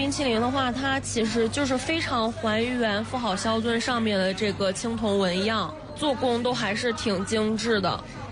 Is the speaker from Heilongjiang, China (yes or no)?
no; Henan, China; 我们加了一个河南话，睡得嫩得劲儿，教大家去了解我们的河南方言嘛。